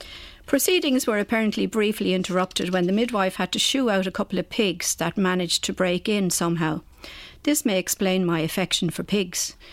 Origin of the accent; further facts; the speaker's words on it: Omagh, Northern Ireland, United Kingdom; born there; I was born in Omagh, County Tyrone, Northern Ireland in 1947.